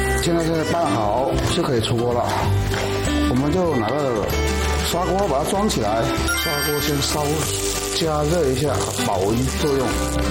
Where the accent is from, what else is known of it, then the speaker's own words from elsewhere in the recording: Guangdong, China; now in Beijing, China; 潮汕人来到北京，然后他来我们这吃卤水，咦，这个味道跟还有家的感觉，只有我们家乡有这个味。